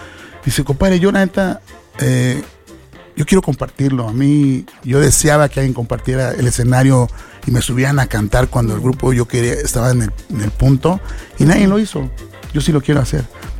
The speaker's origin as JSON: {"language": "Spanish", "country": "Mexico", "said": "Realmente somos mexicanos"}